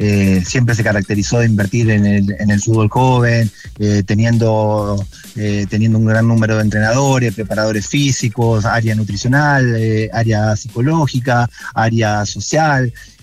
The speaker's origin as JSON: {"language": "Spanish", "country": "Argentina", "moved": "yes", "lives_now": "Chile", "said": "soy argentino"}